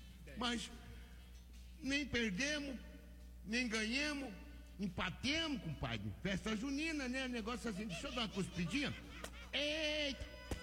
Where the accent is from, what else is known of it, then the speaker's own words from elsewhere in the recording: Brazil; a gente é brasileiro, a gente gosta de sofrer.